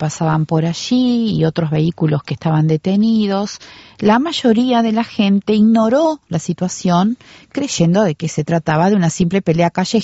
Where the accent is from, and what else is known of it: Uruguay